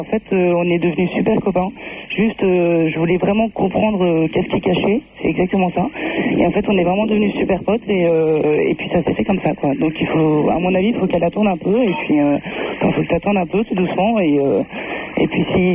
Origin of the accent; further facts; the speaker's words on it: Paris, Île-de-France, France; Ouais, je suis de Paris.